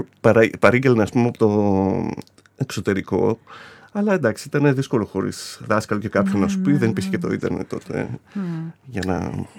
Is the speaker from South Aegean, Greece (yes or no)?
no; Larissa, Thessaly, Greece; moved away as an adult; now in Thessaloniki, Greece; Δεν είμαι Λαρισαίος. Γεννήθηκα και μεγάλωσα στη Λάρισα. Okay. Και μετά ήρθα για σπουδές εδώ πέρα στη Θεσσαλονίκη, στη Μουσικών Σπουδών.